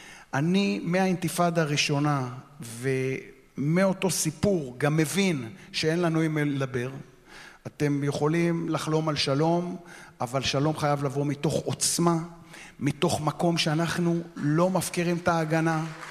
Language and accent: Hebrew; Ramat Gan, Tel Aviv District, Israel; אני גדלתי סמוך לגבעתיים ברמת גן, ואני גם בוגר קלעי גבעתיים.